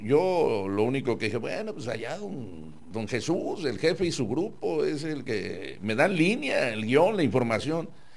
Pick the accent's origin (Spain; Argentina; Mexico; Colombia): Mexico; Jalisco; now in Tijuana, Mexico; quebramuelas, le decían en mi pueblo. Allá en Jalisco